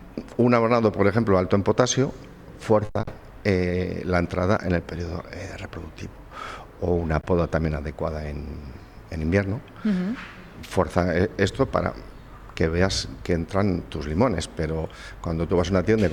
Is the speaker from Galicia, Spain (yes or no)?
no; Deba, Basque Country, Spain; yo soy de Deva